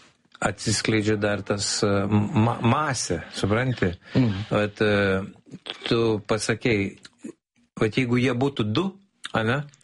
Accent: Samogitia, Lithuania; tu lietuvis, aš žemaitis

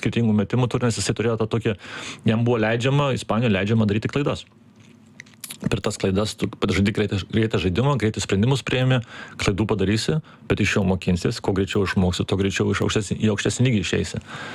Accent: Germany; aš Vokietijoje augau, tai aš kitoje sistemoje augau, bet ir krepšinį kitoje sistemoje augau

